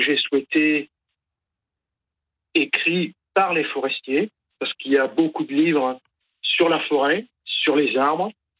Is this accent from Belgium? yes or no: no; Le Puy-en-Velay, Auvergne-Rhône-Alpes, France; Moi, je suis du Puy-en-Velay, en Haute-Loire